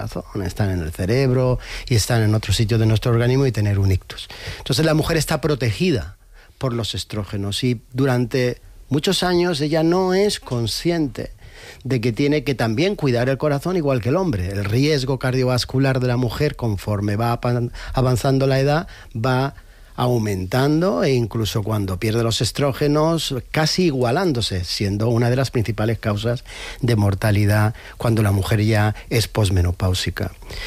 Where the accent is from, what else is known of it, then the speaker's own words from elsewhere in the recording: Jaén, Andalusia, Spain; En mi tierra, en Jaén, me regañaron un día porque no dije aceite de oliva virgen extra.